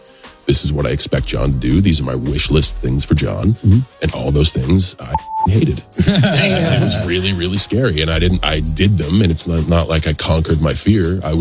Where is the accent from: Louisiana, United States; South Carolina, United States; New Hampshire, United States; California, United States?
South Carolina, United States; Moncks Corner; also born or lived in Columbia; I'm from Monk's Corner, South Carolina. Yeah, born in Charlton, raised in Monk's Corner, but I lived in Columbia too.